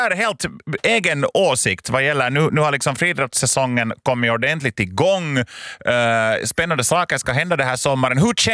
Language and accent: Swedish; Uusimaa, Finland; jag är från Östra Nyland